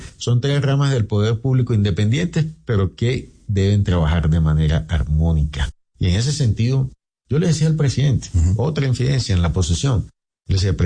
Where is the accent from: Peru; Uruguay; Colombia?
Colombia; Santa Marta, Magdalena; A ver, yo soy samario, me gusta la Unión Magdalena